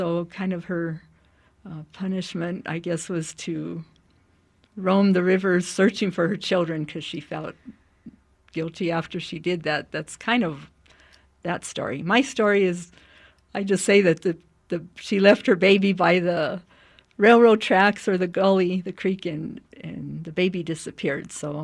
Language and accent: English; Denver, Colorado, United States; I had growing up in the West Colfax neighborhood.